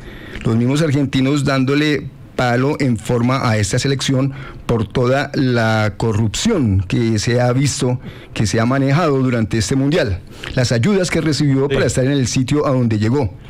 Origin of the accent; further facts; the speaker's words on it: Colombia; porque es que eso escondiendo las cosas como buen colombiano promedio está mal.